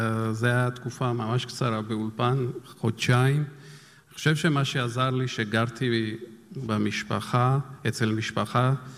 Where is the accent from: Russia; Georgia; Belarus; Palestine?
Georgia; Hebrew is a second language; moved away as an adult; now in Israel; אני סיימתי לימודי רפואה באוניברסיטת רפואה בטביליסי, שהיא אוניברסיטה מרכזית בגיאורגיה.